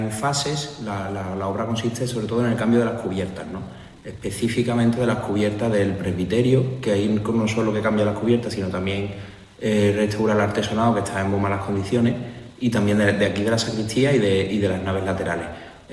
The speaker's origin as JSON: {"language": "Spanish", "town": "San José de la Rinconada", "region": "Andalusia", "country": "Spain", "also_born_or_lived": "Seville", "said": "yo soy de San José de la Rinconada, aunque mi familia toda es de la Macarena, de la calle Feria, y yo nací en la calle San Luis."}